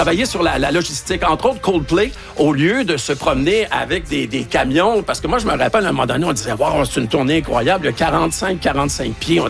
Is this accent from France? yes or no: no; Portneuf, Quebec, Canada; Moi, je viens de Portneuf